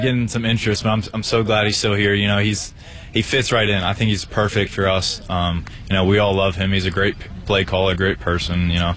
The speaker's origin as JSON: {"language": "English", "region": "Maryland", "country": "United States", "tie": "born or raised there", "said": "I grew up a half hour from here, but it still feels like I'm, you know, playing for my hometown, kind of."}